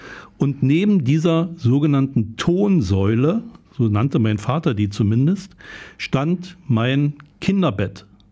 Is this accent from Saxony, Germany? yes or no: yes; Dresden, Saxony, Germany; born there; accent: Saxon; Ich bin in Dresden geboren. Ich könnte auch noch so reden, wenn du willst.